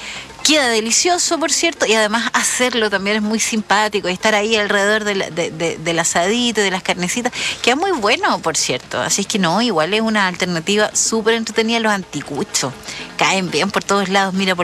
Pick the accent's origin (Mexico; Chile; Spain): Chile; Concepción, Biobío; moved away; Yo me acuerdo que alguna vez cuando era chica, viviendo en otra, en Concepción